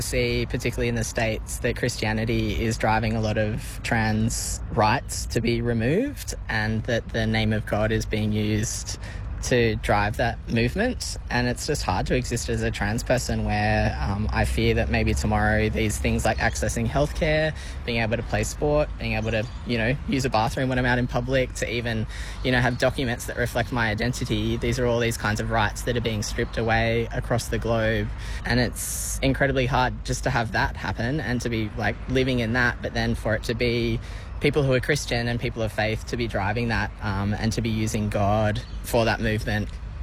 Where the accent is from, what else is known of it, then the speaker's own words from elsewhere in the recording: Tamworth, New South Wales, Australia; also born or lived in Sydney; now in Melbourne, Australia; I grew up in Tamworth, have been in Sydney, have been a pastor there, and now I'm down in Melbourne living a quiet life.